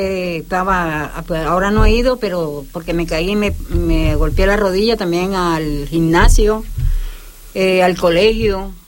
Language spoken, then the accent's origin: Spanish; Colombia; now in Spain; soy colombiana, soy muy agradecida con, aquí con España